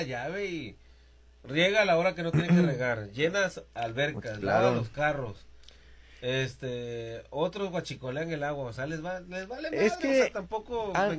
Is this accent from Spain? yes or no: no; Mexico; Porque así somos los mexicanos.